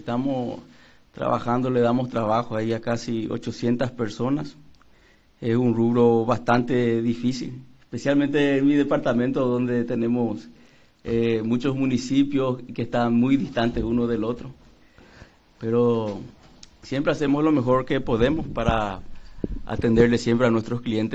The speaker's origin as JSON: {"language": "Spanish", "country": "Brazil", "tie": "born or raised there", "said": "De mi familia, entre toda mi familia, yo fui el que nací en el Brasil, por ende soy brasilero, estudié en el Brasil, pero me considero más un brasiguayo, ¿verdad? Uh-huh. Soy hijo de paraguayo, mi mujer es paraguaya, mis tres hijos son paraguayos y yo trabajo en el Paraguay, solo vivo en el Brasil prácticamente"}